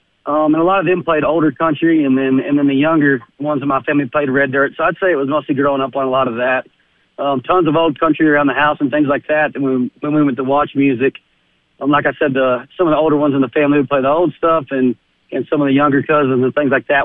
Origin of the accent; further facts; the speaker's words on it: Oklahoma, United States; we're from Oklahoma